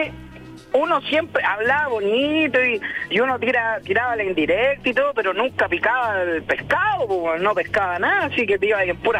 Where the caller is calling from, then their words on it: Chile; como todo chileno promedio